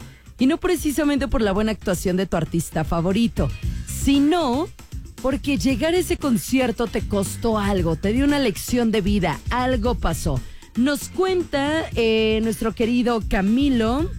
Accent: Lerma, Mexico; no quiere decir que porque soy de Lerma me quedaba muy cerquita, porque en aquel entonces yo no vivía por acá.

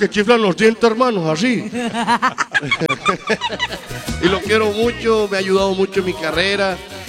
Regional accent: Valledupar, Cesar, Colombia; decirle a Valledupar que me contraten, si es que yo soy asequible. Yo quiero cantar en mi tierra.

